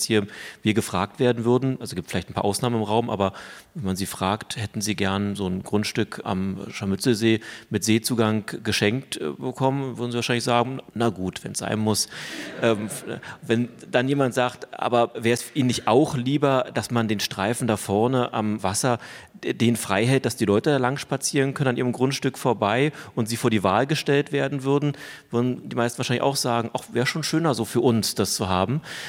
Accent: Frankfurt, Brandenburg, Germany; weil wir in meiner Heimatstadt Frankfurt-Oder ähnliche Diskussionen geführt haben. Nämlich mit der Oder. Durch uns fließt ja

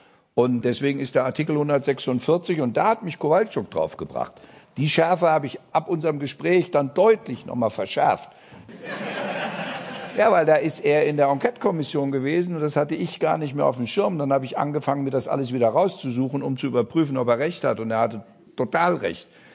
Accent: Teufelsmoor, Lower Saxony, Germany; born there; wäre für den Pfälzerwald gut, wäre für das Teufelsmoor gut, wo ich geboren bin, also für dünn besiedelte Regionen.

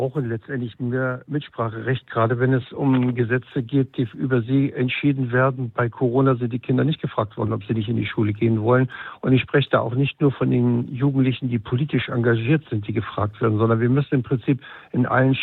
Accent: Germany

